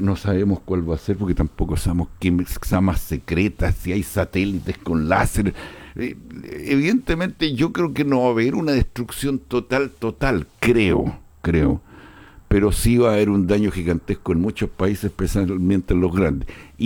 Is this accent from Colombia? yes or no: no; Chile; Yo soy chileno, y soy originario chileno